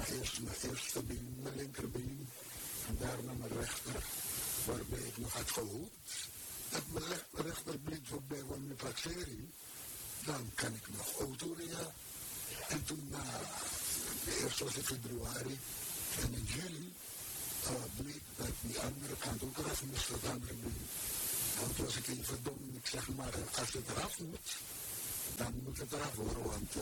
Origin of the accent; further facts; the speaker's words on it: Paramaribo, Suriname; Jongen, ik ben geboren in Paramaribo, in het Slaans Hospitaal. Ik ben verwekt overwijld op Curaçao, of in Curaçao moet ik zeggen.